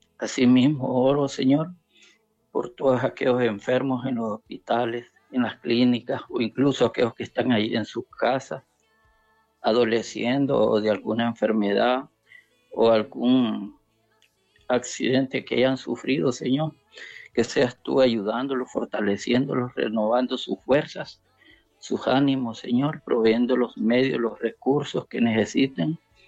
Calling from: San Pedro Sula, Cortés, Honduras; De San Pedro Sula, siempre.

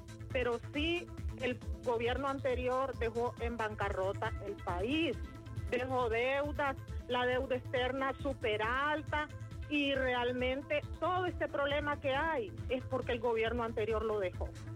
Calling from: Honduras; yo les pido como pueblo hondureño

